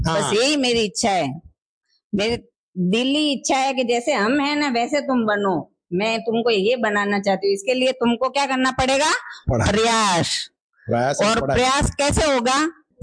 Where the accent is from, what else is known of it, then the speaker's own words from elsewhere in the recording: Rohida, Rajasthan, India; मैं भी गांव में पली बड़ी हूँ। मेरा जन्म भी रोहिड़ा गांव में हुआ था जो सिरोही डिस्ट्रिक्ट में है। और मैं, मेरे माता पिता के हम 6 संतान थे, उसमें हम 3 भाई और 3 बहने